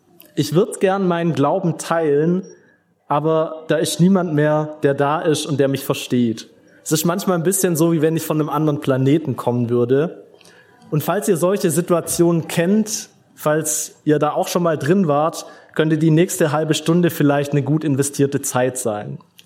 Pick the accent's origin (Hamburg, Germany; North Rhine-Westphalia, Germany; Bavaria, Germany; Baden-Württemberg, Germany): Baden-Württemberg, Germany; Tuttlingen; In Tübingen auf WG-Partys oder da in Tuttlingen, wo ich herkomme, wenn ich da erzählt habe, ich studiere Theologie